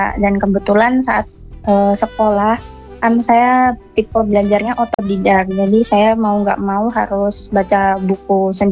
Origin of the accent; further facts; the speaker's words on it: East Java, Indonesia; Saya dari Jawa Timur.